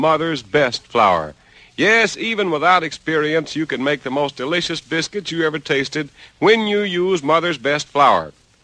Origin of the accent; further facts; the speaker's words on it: Anniston, Alabama, United States; I'm from Alabama